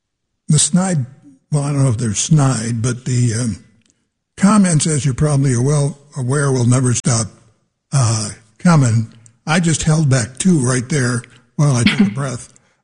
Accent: Ann Arbor, Michigan, United States; every time I got on I-94 from my hometown in Ann Arbor and went west, most likely to Chicago or Kalamazoo or Battle Creek even

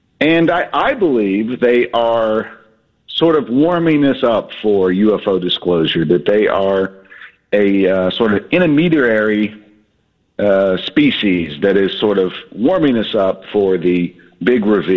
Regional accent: North Carolina, United States; I am from Western North Carolina.

